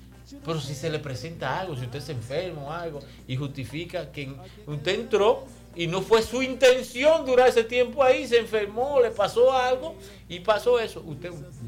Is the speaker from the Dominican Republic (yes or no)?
yes; Dominican Republic; Los políticos dominicanos copian todo de los Estados Unidos, porque nosotros dependemos de ese país.